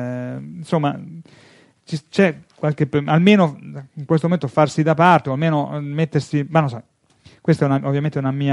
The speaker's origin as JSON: {"language": "Italian", "region": "Sicily", "country": "Italy", "said": "Amici e guardati, si dice dalle mie parti in Sicilia, ma credo che il detto venga usato anche altrove"}